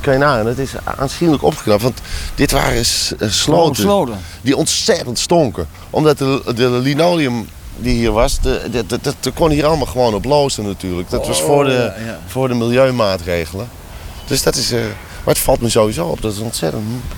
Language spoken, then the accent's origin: Dutch; Amsterdam, North Holland, Netherlands; Nou, dat gold voor mij, wel op een andere manier natuurlijk, maar ook een beetje als Amsterdammer.